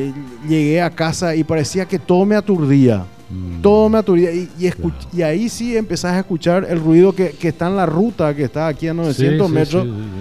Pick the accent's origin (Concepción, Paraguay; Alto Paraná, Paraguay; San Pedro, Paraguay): San Pedro, Paraguay; Nosotros somos de San Pedro, somos norteños, segundo departamento.